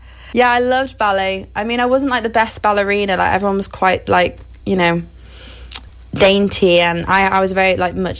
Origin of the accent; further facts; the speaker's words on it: North West England, United Kingdom; Grew up in Cheshire, which is like a little bit outside of Manchester.